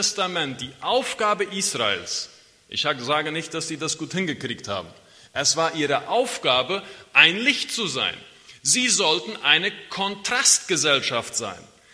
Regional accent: Chaco, Paraguay; Ich bin im Chaco aufgewachsen, in einem Dorf, in einem relativ kleinen Dorf.

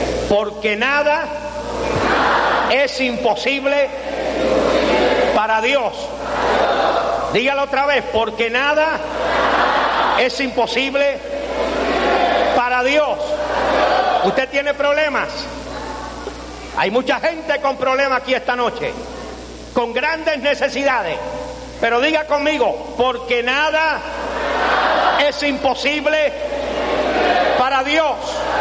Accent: Havana, Cuba; born there; soy de Cuba, de la ciudad de La Habana.

